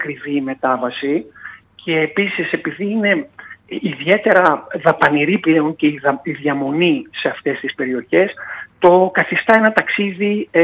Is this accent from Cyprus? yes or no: no; Istanbul, Turkey; Έχω γεννηθεί Κωνσταντινούπολη, είμαι από εκεί, οπότε είναι η πατρίδα μου